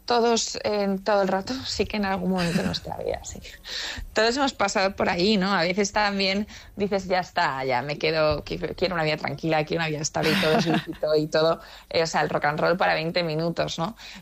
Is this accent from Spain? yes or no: yes; Zaragoza, Aragon, Spain; Porque, bueno, yo soy de Zaragoza, pero de hecho lo ponen en esto de mi